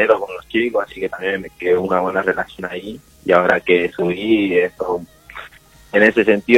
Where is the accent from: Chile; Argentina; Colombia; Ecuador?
Argentina; Godoy Cruz, Mendoza; yo soy de acá de Godoy Cruz, toda la vida vivir acá.